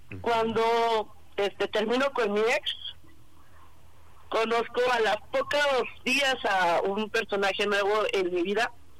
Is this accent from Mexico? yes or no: yes; Xochimilco, Mexico City, Mexico; Tengo 20 años y estoy de aquí, de Xochimilco.